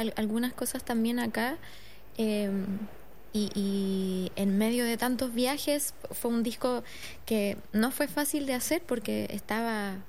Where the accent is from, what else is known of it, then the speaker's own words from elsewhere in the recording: Valdivia, Los Ríos, Chile; ir con … a Valdivia a grabar el videoclip. Lo pasamos muy bien en mi ciudad natal, y también quería como encontrar la excusa perfecta para nombrar mi ciudad natal y contar de dónde vengo.